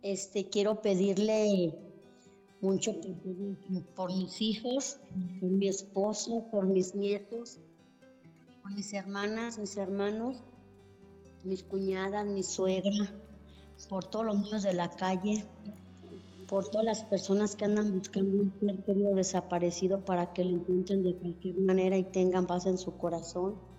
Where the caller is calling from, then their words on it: Ocotlán, Jalisco, Mexico; hablo de Ocotlán, Jalisco.